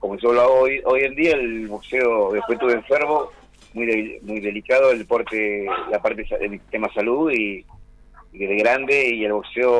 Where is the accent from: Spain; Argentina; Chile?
Argentina; Río Gallegos, Santa Cruz; born there; also born or lived in Gobernador Gregores; yo soy nacido en Río Gallegos, y yo me inicié en Gordón Gregores. con mi madre vivía allá, vivimos allá en Gregorio en el año 84, imagínate.